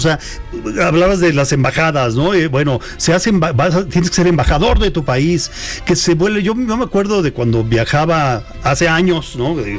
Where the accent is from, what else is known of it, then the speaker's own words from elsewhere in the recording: Mexico; Debemos dejar huella como mexicanos de las cosas positivas, de poner en alto a nuestro país, vayamos a donde vayamos, estemos donde estemos.